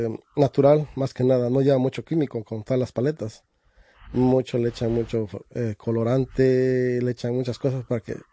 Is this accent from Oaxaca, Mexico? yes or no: yes; Oaxaca, Mexico; now in Kingston, United States; Yo vengo de la parte de Oaxaca, el estado de la costa de Oaxaca.